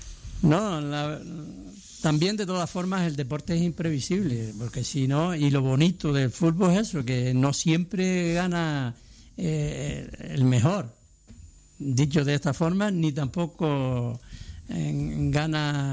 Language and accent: Spanish; Spain; Hombre, como español, ojalá gane con solvencia